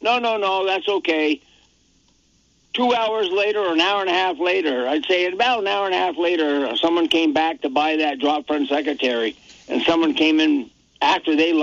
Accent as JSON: {"language": "English", "town": "Barre", "region": "Vermont", "country": "United States", "tie": "born or raised there", "said": "And I'm a Barry boy. I was born in Vermont"}